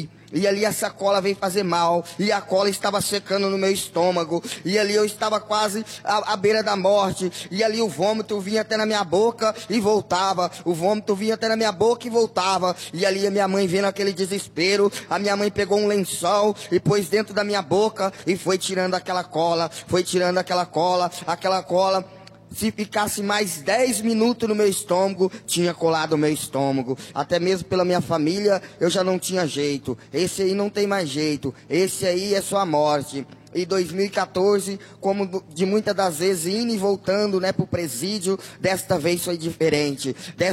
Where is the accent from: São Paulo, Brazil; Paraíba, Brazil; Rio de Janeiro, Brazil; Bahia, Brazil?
São Paulo, Brazil; Marília; eu vim da cidade de Marília